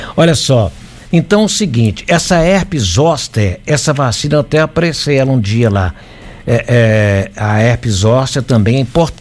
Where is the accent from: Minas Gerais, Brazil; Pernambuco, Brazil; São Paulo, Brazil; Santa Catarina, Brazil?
Minas Gerais, Brazil; Governador Valadares; Eu sou de Valadares